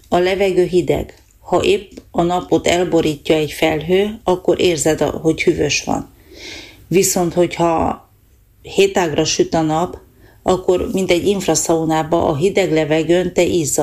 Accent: Transylvania, Romania; now in Norway; Erdélyből jöttem ki

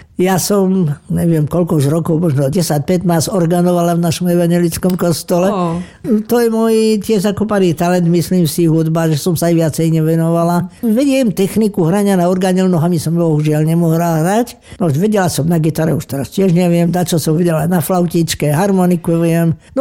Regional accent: Kežmarok, Prešov Region, Slovakia; Kežmarok je moje rodné mesto, ktoré skutočne mám veľmi rada.

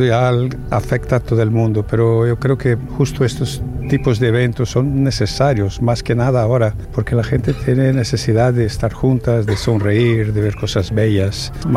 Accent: Balearic Islands, Spain; Nosotros somos la compañía Truki Trek, venimos de Menorca, España.

